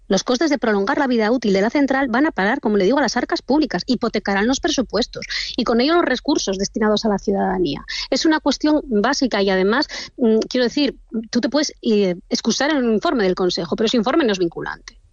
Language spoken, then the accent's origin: Spanish; Asturias, Spain; Yo soy de origen asturiano.